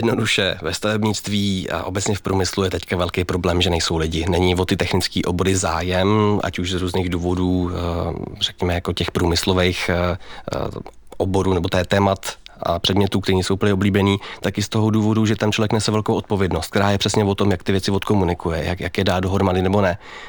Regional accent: Sudetenland, Czechia; já jsem třeba ze Sudet

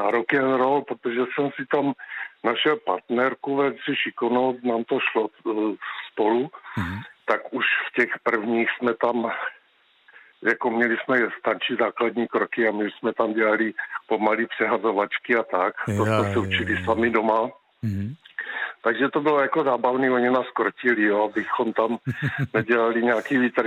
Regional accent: Brno, South Moravian Region, Czechia; now in Jedovnice, Czechia; No, já jsem původem Brňák, teď bydlím v Jedovnicích, kousek od Brna. Mm-hmm. Nicméně do školy jsem chodil v Brně a na gymnázium

